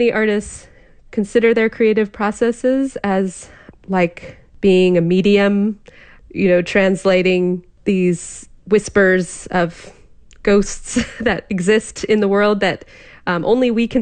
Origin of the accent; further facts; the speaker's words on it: California, United States; I grew up in California and with those amazing, incredible landscapes there. My family went camping every summer.